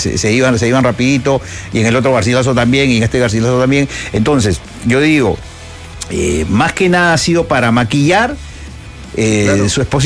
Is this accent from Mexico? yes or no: no; Peru; Al final, todos somos periodistas deportivos peruanos, Arequipa, Piura, Cusco, Lima, así que no hay que diferenciar.